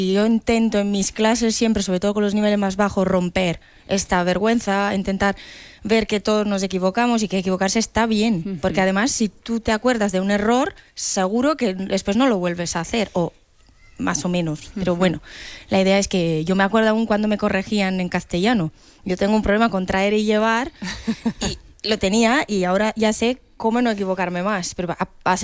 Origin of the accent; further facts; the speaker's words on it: Italy; first language Italian; Spanish is a second language; moved away; yo siempre soy muy italiana. En mi manera de hablar castellano y mi manera de hablar inglés.